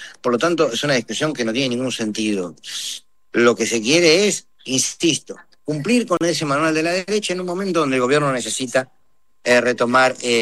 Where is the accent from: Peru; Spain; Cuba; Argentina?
Argentina